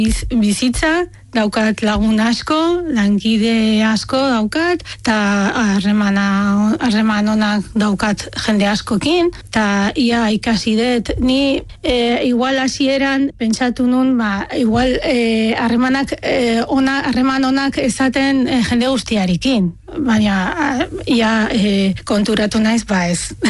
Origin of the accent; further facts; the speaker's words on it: Casablanca, Casablanca-Settat, Morocco; now in Basque Country; ni Casablancatik nator